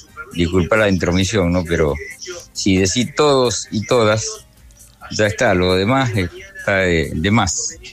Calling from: Granadero Baigorria, Santa Fe, Argentina; de Baigorria.

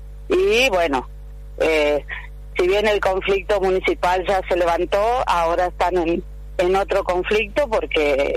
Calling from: Allen, Río Negro, Argentina; Yo soy una vecina de Allen, vivo en las 40 viviendas detrás del hospital

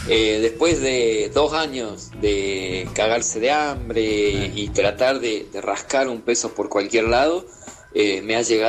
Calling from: Villa Mercedes, San Luis, Argentina; de Villa Mercedes, San Luis.

